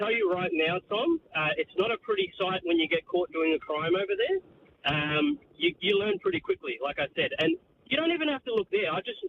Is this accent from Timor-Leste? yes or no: yes; Timor-Leste; now in Victoria, Australia; I'm originally from East Timor, which has had its fair share of quote-unquote tough times.